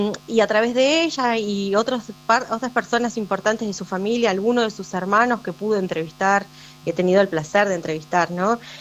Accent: Neuquén, Argentina; moved away; cuando volví a vivir acá, yo soy de Neuquén

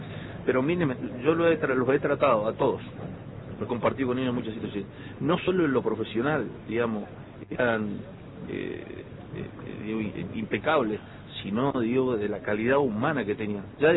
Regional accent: San Juan, Argentina; como todos los sanjuaninos estamos atravesando

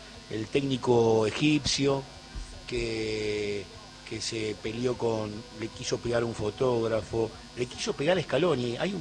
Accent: Argentina; somos Argentina

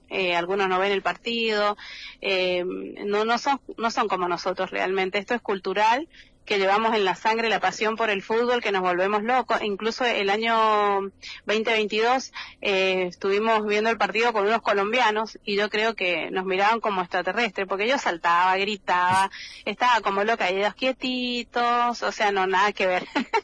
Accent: San Rafael, Mendoza, Argentina; moved away as an adult; now in Ecuador; Sí, somos oriundos de Rama Caída, mi esposo de la calle Cubillo y yo del barrio Fray Nalicán.

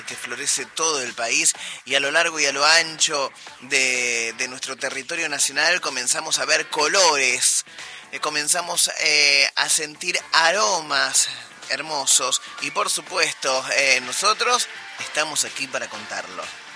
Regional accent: Argentina

